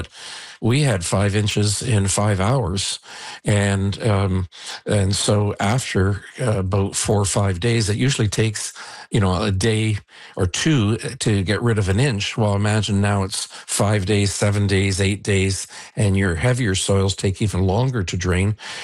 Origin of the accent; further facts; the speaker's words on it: Niagara-on-the-Lake, Ontario, Canada; And I've lived on this road for 41 years, and I grew up in Niagara-on-the-Lake for 69 years. So it's my entire life.